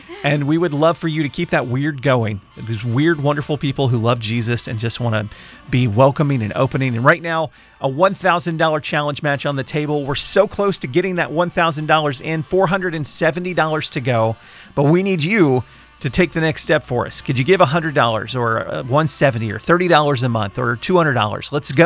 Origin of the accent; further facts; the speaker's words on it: New Orleans, Louisiana, United States; You know, I love growing up in Southeast Louisiana, in New Orleans.